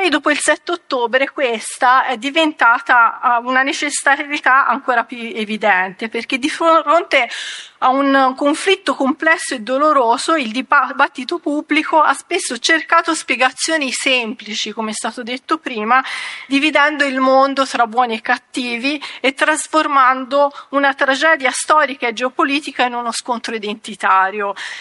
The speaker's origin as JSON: {"language": "Italian", "region": "Tuscany", "country": "Italy", "accent": "Tuscan", "said": "Io lo sentirete dal mio accento, io sono toscana."}